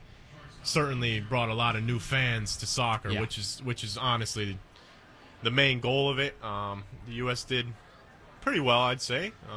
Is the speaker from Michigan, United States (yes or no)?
yes; Michigan, United States; now in Indianapolis, United States; Yeah, no MLS team in Michigan yet.